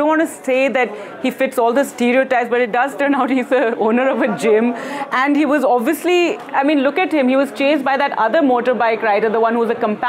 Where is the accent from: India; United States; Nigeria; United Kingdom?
India; Uttarakhand; Oh no, we're from Uttarakhand.